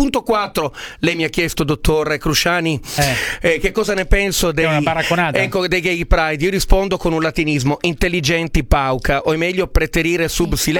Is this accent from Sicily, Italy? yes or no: yes; Palermo, Sicily, Italy; born there; io sono nato a Palermo